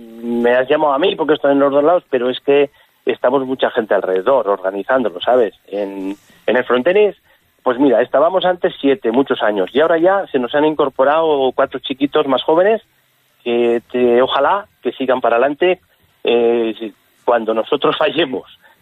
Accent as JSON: {"language": "Spanish", "town": "Pozalmuro", "region": "Castile and León", "country": "Spain", "tie": "born or raised there", "said": "estamos en el pueblo, soy natural de Pozalmuro."}